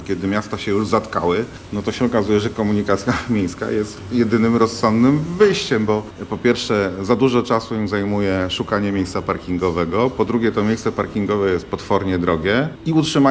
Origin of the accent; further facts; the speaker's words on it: Łódź, Łódź Voivodeship, Poland; u nas się dzieje w Łodzi